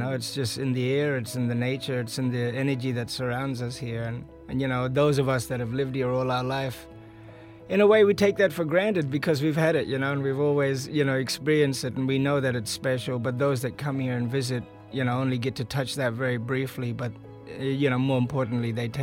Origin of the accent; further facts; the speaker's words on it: Broome, Western Australia, Australia; also born or lived in Derby, Western Australia / One Arm Point, Western Australia / Perth, Western Australia; How long have I been in Broome? Well, I would say all my life. Mm-hmm. I was born in Derby. Obviously, that's where it all started, was in Derby Town. And then I was immediately sort of moved out to One Arm Point.